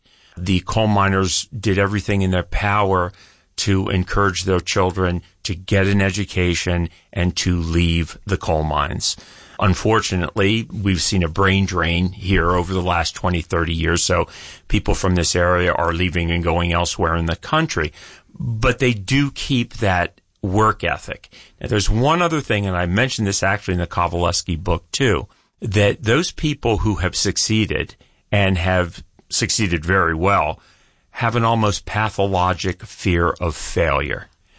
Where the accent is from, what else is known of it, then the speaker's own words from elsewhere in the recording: Wilkes-Barre, Pennsylvania, United States; born there; also born or lived in Glen Lyon, Pennsylvania / Lake Silkworth, Pennsylvania; I was born in Wilkes-Barre, and I spent half of my life growing up here on Lake Silkworth or in Glen Lyon, which is the family homestead.